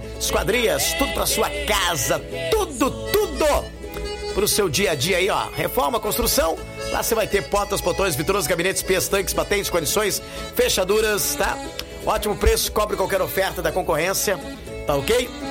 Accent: Descalvado, São Paulo, Brazil; Descalvado, minha terra querida, amada e inesquecível, onde tudo começou em minha vida

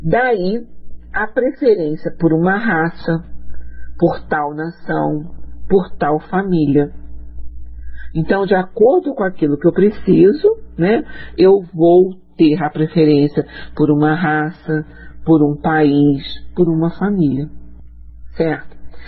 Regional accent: Rio de Janeiro, Brazil; born there; E eu vivo no Rio de Janeiro, nasci e renasci no Rio de Janeiro e vivo no Rio de Janeiro

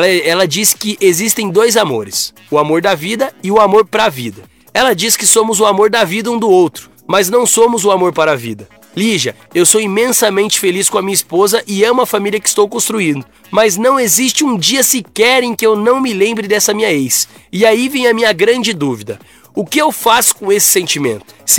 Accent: Fortaleza, Ceará, Brazil; Sou de Fortaleza e em 2021, 2022 mais ou menos, eu morei em uma cidade de Goiás chamada Alexânia.

